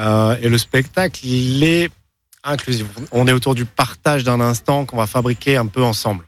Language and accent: French; Montpellier, Occitanie, France